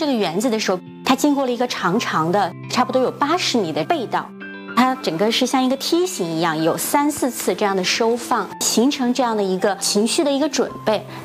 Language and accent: Chinese; China; 我们中国人